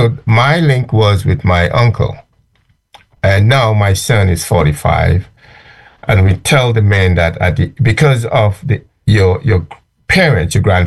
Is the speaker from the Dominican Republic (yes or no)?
no; Grenada; moved away; how we grew up in Grenada